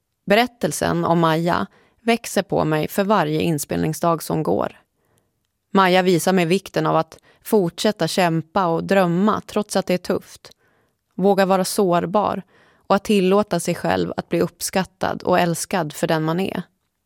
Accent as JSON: {"language": "Swedish", "town": "Gävle", "region": "Gävleborg County", "country": "Sweden", "tie": "born or raised there", "said": "Jag har ingen fast punkt och jag har haft så lite tid till att underhålla mina relationer hemma i Gävle. Efter flera år på vift känner jag mig mer som en främling eller en gäst på den plats jag borde kalla hem."}